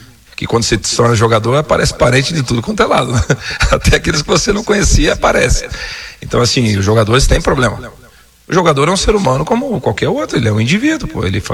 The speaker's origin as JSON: {"language": "Portuguese", "town": "Curitiba", "region": "Paraná", "country": "Brazil", "tie": "born or raised there", "said": "sou nascido e criado em Coritiba"}